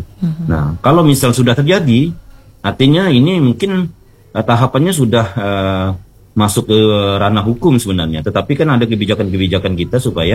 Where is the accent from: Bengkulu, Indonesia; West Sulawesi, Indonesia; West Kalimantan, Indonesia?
West Kalimantan, Indonesia; Sanggau; kita orang Sanggau